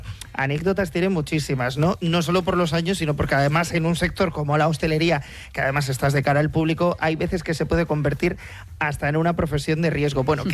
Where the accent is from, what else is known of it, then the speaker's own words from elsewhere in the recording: Málaga, Andalusia, Spain; yo como malagueño flipé